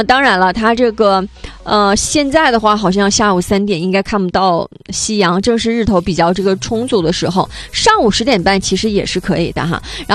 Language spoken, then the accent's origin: Chinese; Liaoyuan, Jilin, China; 我的家乡辽源